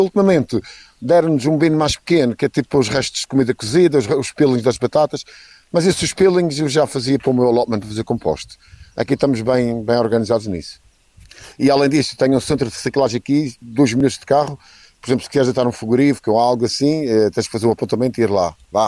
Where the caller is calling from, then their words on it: Eastbourne, South East England, United Kingdom; aqui na minha terra, em Inglaterra, em Eastbourne